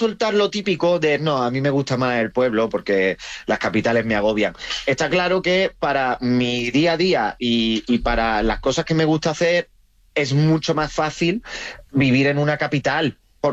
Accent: Rincón de la Victoria, Andalusia, Spain; cuando me bajo a mi pueblo, Rincón de la Victoria, Málaga, el mejor pueblo del mundo

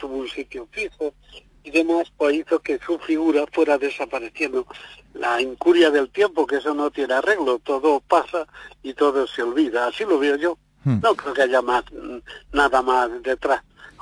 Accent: Begíjar, Andalusia, Spain; yo soy de Vejija, que está al lado de Lupión

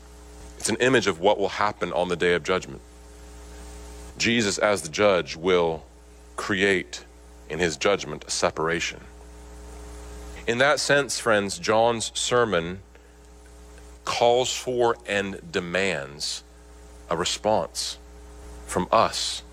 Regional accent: Nebraska, United States; there was this revival meeting that would happen out in the cornfields where I grew up in Nebraska.

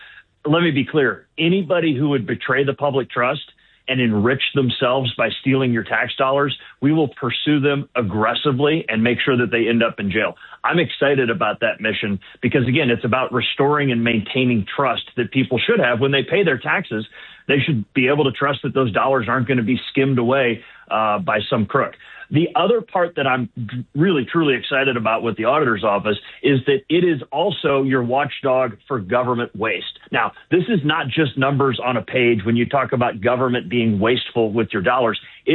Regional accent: Ohio, United States; moved away; just a few miles away from where I grew up in Copley Township.

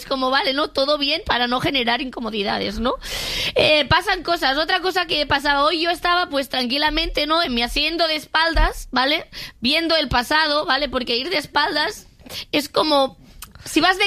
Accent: Catalonia, Spain

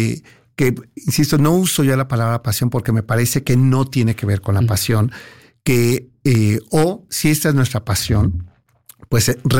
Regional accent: Mexico; Porque si no es como quitarle la identidad de lo que somos los mexicanos.

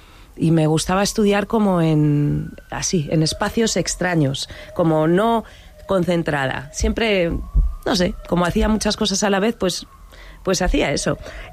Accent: Segovia, Castile and León, Spain; also born or lived in Valles Pasiegos; now in Cantabria, Spain; Nací en Segovia y pues una infancia, la verdad, que la recuerdo bonita. Es una ciudad pequeñita, entonces es como todo está cerca.

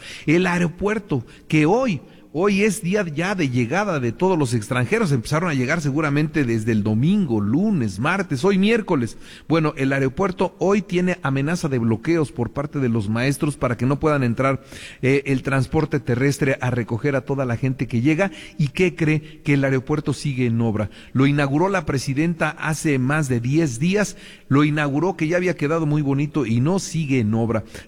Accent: Mexico; nosotros como mexicanos

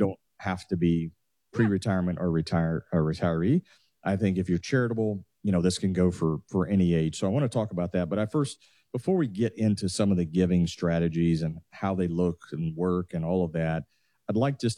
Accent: Atlanta, Georgia, United States; we've recently met and I'm actually from the Atlanta area.

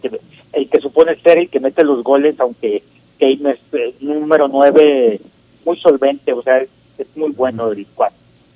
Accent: Mexico

